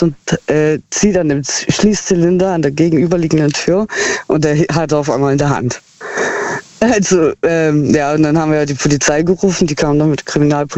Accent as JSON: {"language": "German", "town": "Heilbronn", "region": "Baden-Württemberg", "country": "Germany", "said": "Aus Heilbronn."}